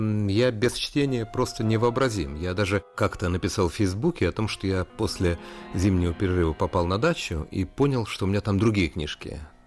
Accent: Kamchatka Krai, Russia; born there

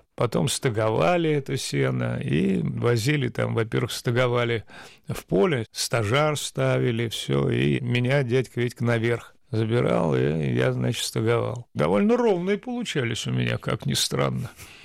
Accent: Saint Petersburg, Russia; Да, я жил в Ленинграде, родился в Ленинграде. Теперь это Санкт-Петербург. Но так как у меня в паспорте написано место рождения Ленинград, я все время говорю, что нет, я ленинградец, а не санкт-петербуржец.

